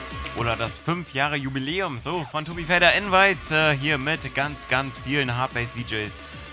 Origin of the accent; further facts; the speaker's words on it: Lower Saxony, Germany; Ich komme eigentlich aus Niedersachsen